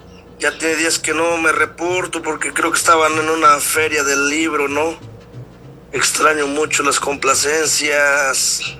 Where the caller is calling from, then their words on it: Mexico; Soy el … de Santa Úrsula.